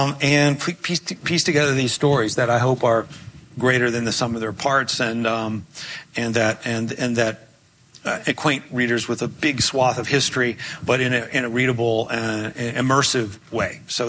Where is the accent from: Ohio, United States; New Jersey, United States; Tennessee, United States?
Tennessee, United States; Memphis; moved away; I grew up in Memphis, just downriver from here.